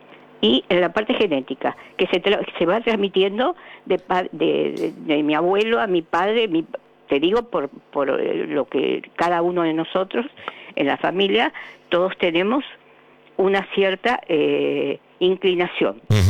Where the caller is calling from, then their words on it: Buenos Aires, Argentina; De Cava, capital, Belgrano.